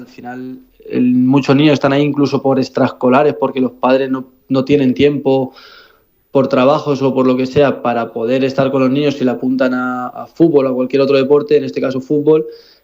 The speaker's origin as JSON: {"language": "Spanish", "town": "Garciotum", "region": "Castilla-La Mancha", "country": "Spain", "said": "Al final son pueblos muy pequeñitos. Él es de Cardiel y yo soy de Garciotú. Y son pueblos hermanos prácticamente."}